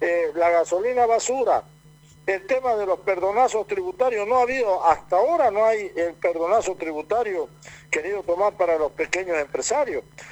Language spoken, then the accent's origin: Spanish; Bolivia; ¿Y el resto del pueblo acaso no somos bolivianos?